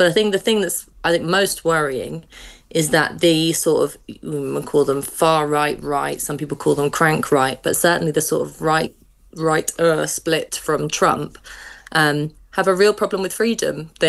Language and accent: English; London, United Kingdom; But it's becoming embarrassing being a Londoner now